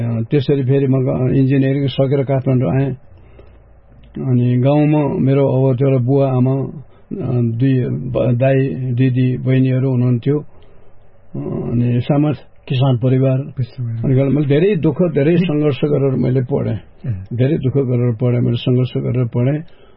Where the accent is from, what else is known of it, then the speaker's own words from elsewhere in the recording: Jajarkot, Karnali Province, Nepal; now in Lalitpur, Nepal; मेरो घर जाजरकोट हो, पहिलाको घर, अहिले म ललितपुर बागडोलमा बस्छु, म र मेरो परिवार, पेसाले इन्जिनियर।